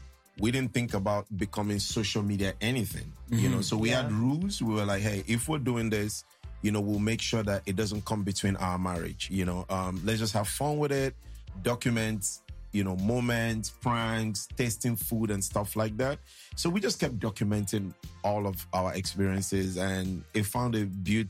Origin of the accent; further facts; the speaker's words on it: Lagos, Nigeria; now in United States; But I was born and raised in Lagos.